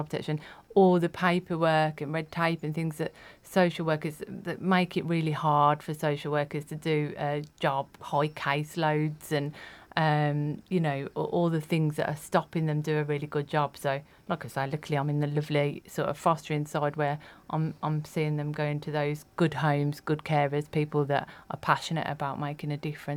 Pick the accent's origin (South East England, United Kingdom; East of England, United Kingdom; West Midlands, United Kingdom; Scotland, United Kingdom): West Midlands, United Kingdom; Erdington; I grew up in Erdington, a little bit.